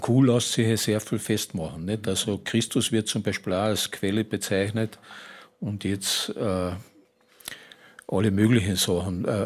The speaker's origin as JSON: {"language": "German", "town": "Klein St. Paul", "region": "Carinthia", "country": "Austria", "tie": "born or raised there", "also_born_or_lived": "Frankfurt", "said": "Klein St. Paul ist mein Heimatort. Also ich bin auch in diesem Ort geboren. Nicht im Krankenhaus, sondern ich bin noch zu Hause geboren."}